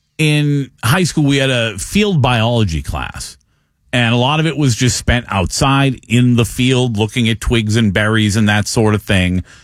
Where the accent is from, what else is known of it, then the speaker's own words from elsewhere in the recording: United States; we're from America